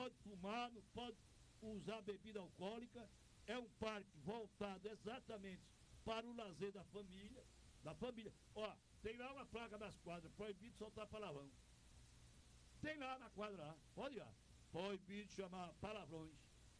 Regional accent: Pernambuco, Brazil; No Ipiranga, eu nasci e me criei no Ipiranga, eu fui atleta do Ipiranga, goleiro, fui locutor do serviço de som do Ipiranga

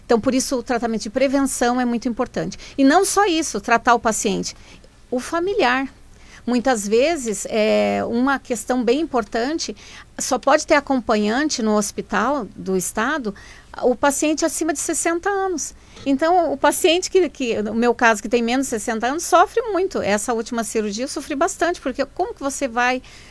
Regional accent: Cascavel, Paraná, Brazil; eu amo o Paraná, sou de Cascavel

